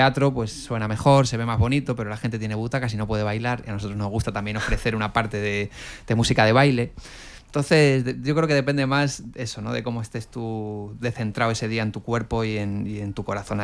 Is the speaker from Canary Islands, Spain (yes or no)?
yes; Canary Islands, Spain; Llámalo sandalia si quieres en peninsular. Yo como canario te digo la chola.